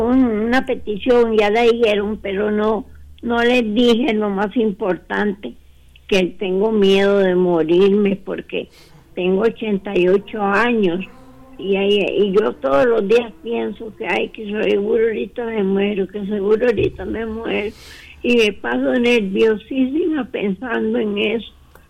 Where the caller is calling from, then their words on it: San José, Costa Rica; De Barrio México.